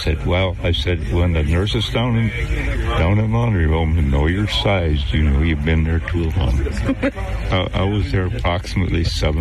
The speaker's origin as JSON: {"language": "English", "town": "Garfield", "region": "Minnesota", "country": "United States", "said": "I'm from Garfield, Minnesota."}